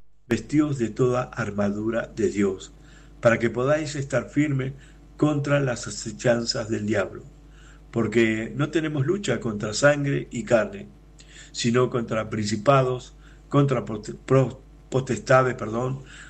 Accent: Argentina; soy de Argentina

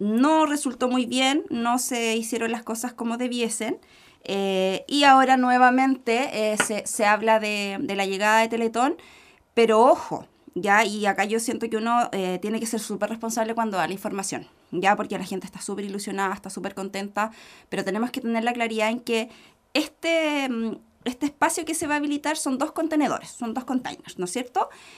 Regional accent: Chile; Por supuesto que sí, y estamos todos como chilenos muy agradecidos.

